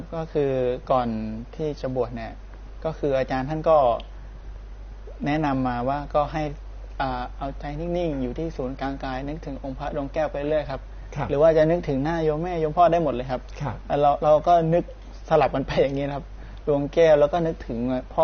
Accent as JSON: {"language": "Thai", "region": "Chachoengsao", "country": "Thailand", "tie": "born or raised there", "lives_now": "Pathum Thani, Thailand", "said": "ปกติบ้านเกิดอยู่ฉะเชิงเทราครับแต่ว่าทีนี้พอผมเข้ามาอยู่วัดได้ประมาณปีหนึ่งสองปีก็ย้ายมาอยู่ปทุมครับ"}